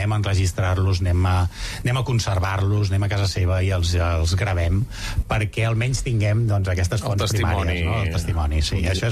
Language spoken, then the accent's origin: Catalan; Granollers, Catalonia, Spain; Clar, és directe. Jo soc de Granollers.